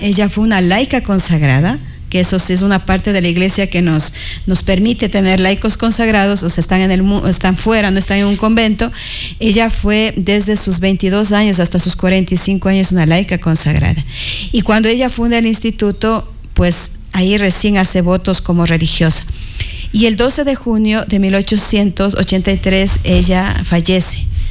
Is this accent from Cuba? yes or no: no; Pujilí, Cotopaxi, Ecuador; Sí, yo soy de Cotopaxi, del cantón Pujilí.